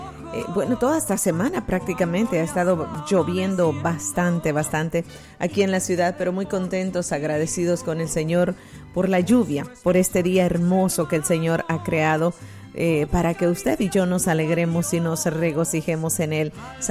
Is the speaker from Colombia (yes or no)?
no; El Salvador; moved away; En mi país, El Salvador, hoy se celebra el Día del Padre.